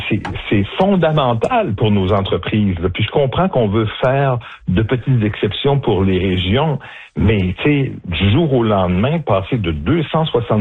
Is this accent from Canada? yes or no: yes; Quebec, Canada; J'ai dit, hey, chez nous, au Saguenay-Lac-Saint-Jean, il y a une idée qui a survécu comme ça.